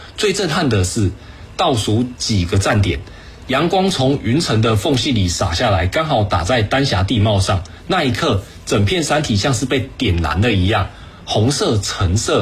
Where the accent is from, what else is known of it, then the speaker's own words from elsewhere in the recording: Taiwan; 我从小在台湾岛上长大，看惯了山和海，